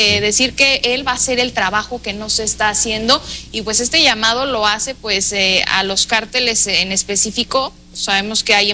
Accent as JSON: {"language": "Spanish", "country": "Mexico"}